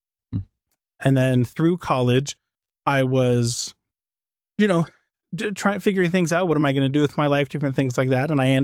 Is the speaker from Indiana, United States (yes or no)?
no; Nebraska, United States; moved away as an adult; now in South Canaan, United States; I was born and raised in Nebraska, and I was baptized as a baby.